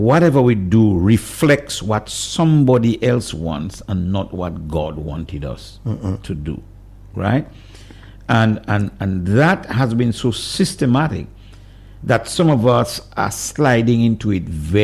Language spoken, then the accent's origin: English; Dominica; I tell people I was raised in Kulibistri in a place called Gwanlaku.